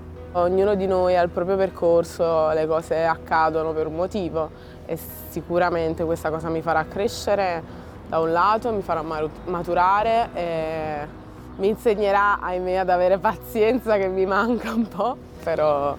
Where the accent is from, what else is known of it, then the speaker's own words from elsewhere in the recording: Naples, Campania, Italy; Sì, Napoli è la mia città natale, io sono nata qui e amo Napoli. E sarò per sempre fiera di essere napoletana.